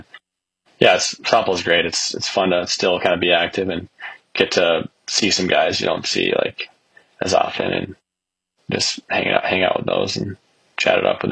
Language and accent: English; Lakeville, Minnesota, United States; Yeah, so I'm from Lakeville, Minnesota. I've lived in Lakeville for 21 years, all my life.